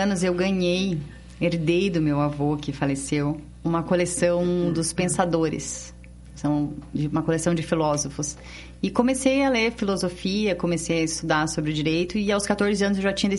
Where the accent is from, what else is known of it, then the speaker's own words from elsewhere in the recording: Florianópolis, Santa Catarina, Brazil; also born or lived in São José; Eu sou nascida em Florianópolis. Na verdade, São José, do ladinho de Florianópolis, mas vivi minha adolescência, minha infância em Florianópolis.